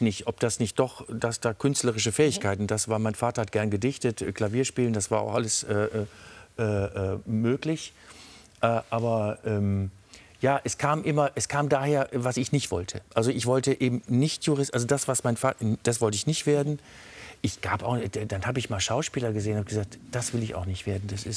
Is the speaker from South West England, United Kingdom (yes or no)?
no; London, United Kingdom; Obwohl, ich komme aus London.